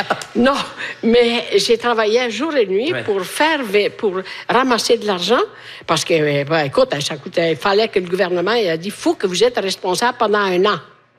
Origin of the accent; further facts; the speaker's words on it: Italy; French is a second language; moved away; Chez nous, en Italie, il fait chaud.